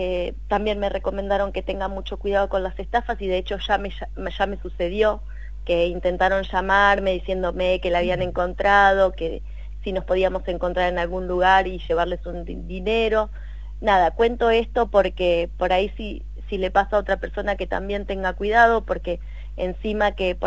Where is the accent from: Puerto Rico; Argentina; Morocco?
Argentina; General Villegas, Buenos Aires Province; yo soy nacida y criada en Villegas. La verdad que amo y elijo vivir en mi ciudad.